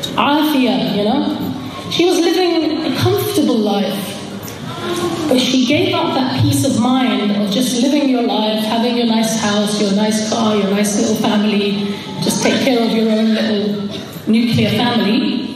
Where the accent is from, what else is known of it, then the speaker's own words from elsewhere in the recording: Hackney, London, United Kingdom; she used to walk on the streets of, we grew up in Hackney. She used to walk walk on the streets of Hackney at a time when nobody wore hijab.